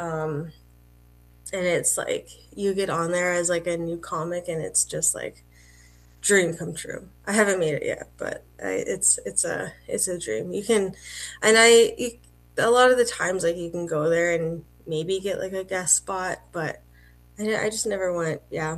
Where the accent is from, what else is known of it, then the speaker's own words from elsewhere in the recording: Red Deer, Alberta, Canada; because we were living in Victoria, and I'm originally from Red Deer, and our plan was to like always kind of move back to like Alberta.